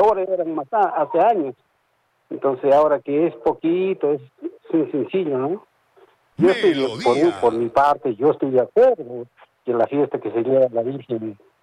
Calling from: Socabaya, Arequipa, Peru; Yo también soy de Socabaya, que vivo por el lado de 4 de octubre.

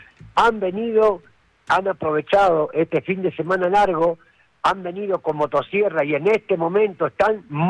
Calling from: Arequipa, Peru; Somos vecinos de Caima aquí, del Comité 14 de Buenos Aires

